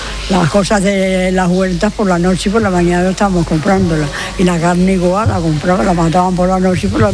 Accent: Extremadura, Spain; moved away as an adult; now in Seville, Spain; me he criado en un pueblo. Soy extremeña.

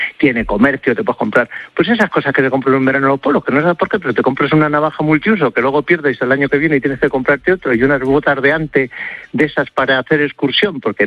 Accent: Aliseda de Tormes, Castile and León, Spain; es justo empezar por el río de mi pueblo, Aliseda de Tormes, pueblo pequeñito con una iglesia muy cerca y el río Tormes

